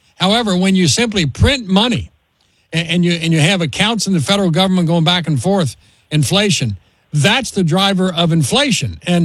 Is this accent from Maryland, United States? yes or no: no; Kentucky, United States; Senator Rand Paul from my home state of Kentucky is the junior senator